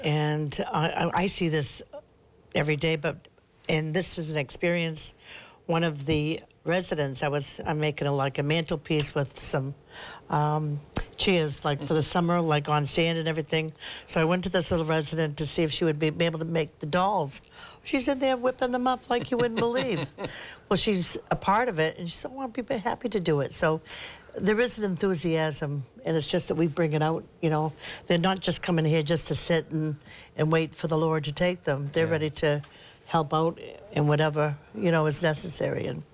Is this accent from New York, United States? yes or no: no; South Portland, Maine, United States; I'm from Portland, Maine, South Portland, Maine